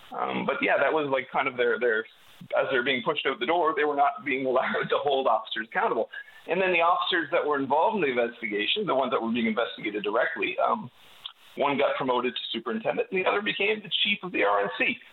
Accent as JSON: {"language": "English", "town": "Goose Bay", "region": "Newfoundland and Labrador", "country": "Canada", "said": "I'm from Goose Bay, Labrador."}